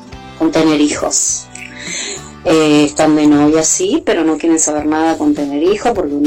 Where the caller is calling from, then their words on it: José C. Paz, Buenos Aires Province, Argentina; soy de José C. Paz.